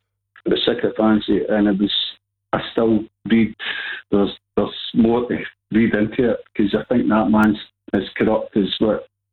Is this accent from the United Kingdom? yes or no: yes; Scotland, United Kingdom; me being Scottish